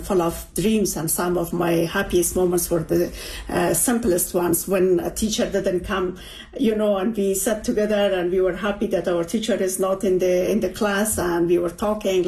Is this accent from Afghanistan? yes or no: yes; Kabul, Afghanistan; English is a second language; I was born in Kabul city and I lived in different part of the city, mainly in Chardanau and also in Makroraion later.